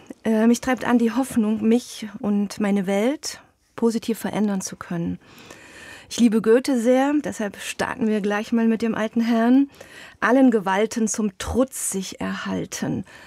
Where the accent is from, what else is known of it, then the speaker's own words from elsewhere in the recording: Eisenach, Thuringia, Germany; Ich komme aus Eisenach natürlich. Ich bin mit der Musik groß geworden.